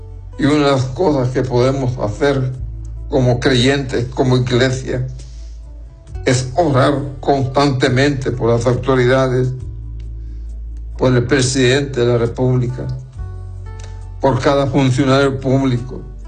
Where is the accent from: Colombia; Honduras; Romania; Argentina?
Honduras; que también predomine el amor porque todos son hondureños o somos hondureños y hondureñas.